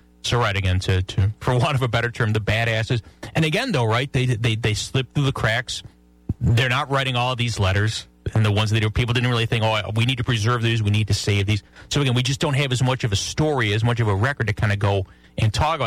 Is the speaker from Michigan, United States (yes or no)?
no; Buffalo, New York, United States; growing up in Buffalo, if you'd have said a good part of my life is gonna be defending the legacy of Francis Marion